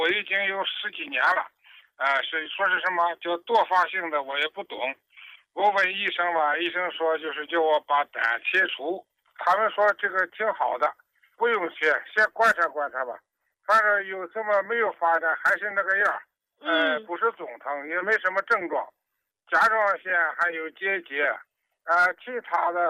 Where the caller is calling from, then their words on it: Baoding, Hebei, China; 是河北保定的。